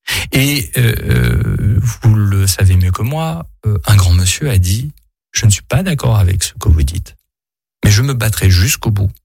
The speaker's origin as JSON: {"language": "French", "region": "Grand Est", "country": "France", "said": "je suis alsacien, et malheureusement, l'Alsace a été, la communauté juive d'Alsace a été décimée quasiment en Alsace."}